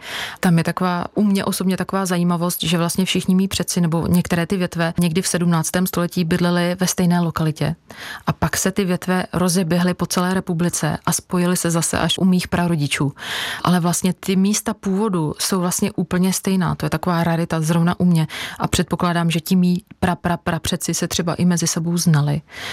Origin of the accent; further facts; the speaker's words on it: Teplice, Ústí nad Labem Region, Czechia; born there; also born or lived in Brno; now in Unhošť, Czech Republic; Já jsem se narodila v Teplicích, pak jsem studovala v Brně a nakonec jsem zakotvila v Unhoště. Jsem tam nějakých, tuším, 16 let.